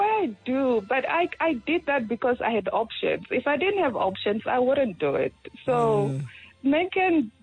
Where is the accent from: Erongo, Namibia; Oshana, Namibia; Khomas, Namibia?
Erongo, Namibia; Swakopmund; born there; moved away as an adult; also born or lived in Johannesburg, South Africa; now in Swakopmund, Namibia